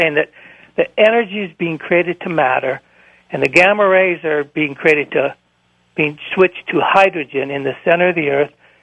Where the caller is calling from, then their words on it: Hawaii, United States; I'm calling from Hawaii.